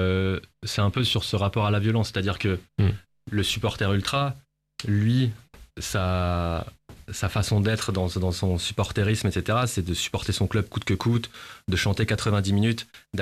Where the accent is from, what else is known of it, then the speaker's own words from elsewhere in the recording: Metz, Grand Est, France; Moi, je suis originaire de Metz.